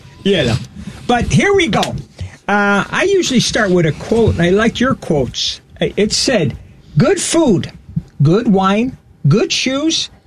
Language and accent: English; Greece; like us Greeks